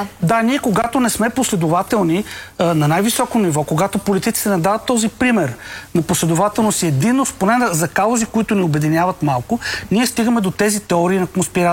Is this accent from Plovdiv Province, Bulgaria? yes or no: no; Sofia, Sofia City, Bulgaria; тези критерии, по които и ние като софиянци, които знаем, аз знам хората от Бургас, хора от Варна, хора от Пловдив